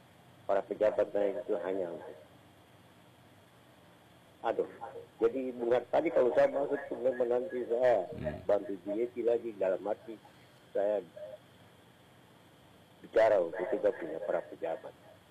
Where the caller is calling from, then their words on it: Papua, Indonesia; kita orang Papua ini kadang tidak diperhatikan